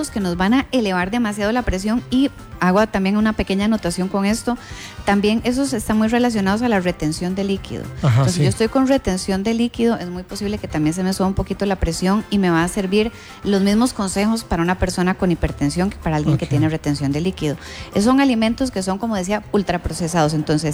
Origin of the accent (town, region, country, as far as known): Costa Rica